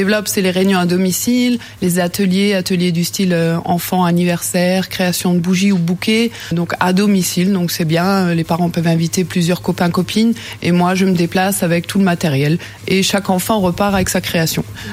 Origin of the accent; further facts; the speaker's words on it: Sarreguemines, Grand Est, France; nous, on est originaires de Sarreguemines tous les deux. Donc, je voulais déjà que ce soit dans notre ville de naissance.